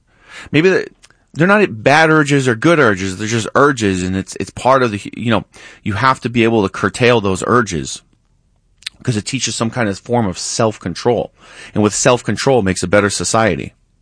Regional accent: Rochester, New York, United States; moved away; also born or lived in Brooklyn; I grew up predominantly in Rochester, New York for most of my childhood. And a little bit in New York City, but mostly Rochester, New York. Some of my adult life in New York City, Brooklyn in particular.

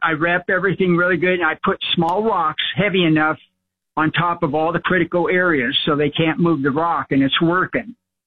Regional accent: California, United States; I'm from California all my life.

